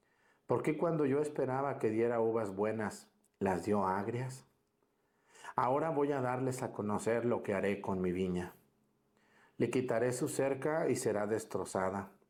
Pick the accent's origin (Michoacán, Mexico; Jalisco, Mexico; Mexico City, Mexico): Jalisco, Mexico; Mexticacán; born there; moved away; allá en mi pueblo, en Mesticacán